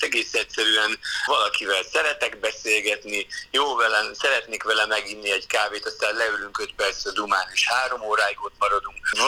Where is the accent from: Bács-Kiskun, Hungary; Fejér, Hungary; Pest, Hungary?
Pest, Hungary; Cegléd; Én egy vidéki srác vagyok, én ceglédi vagyok.